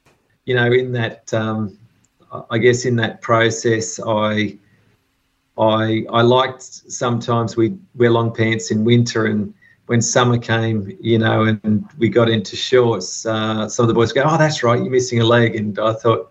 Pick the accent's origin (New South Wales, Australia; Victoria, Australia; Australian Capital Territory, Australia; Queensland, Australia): New South Wales, Australia; Sydney; I'm 53 and I grew up in Sydney